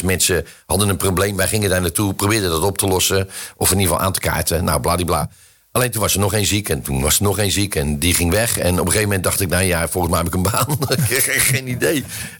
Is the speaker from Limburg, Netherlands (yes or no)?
no; Rotterdam, South Holland, Netherlands; Er komen allemaal mensen te wonen in onze mooie stad.